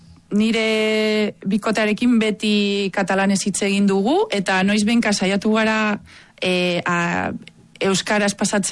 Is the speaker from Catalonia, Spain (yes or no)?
yes; Catalonia, Spain; first language Catalan; Basque is a second language; moved away as an adult; now in Basque Country, Spain